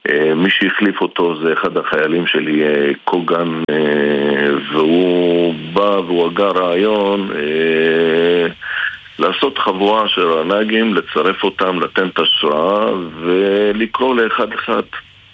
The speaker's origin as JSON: {"language": "Hebrew", "town": "Kiryat Shmona", "region": "Northern District", "country": "Israel", "tie": "born or raised there", "moved": "as an adult", "lives_now": "Nahariya, Israel", "said": "אני יליד קריית שמונה, אמנם אני היום גר בנעריה"}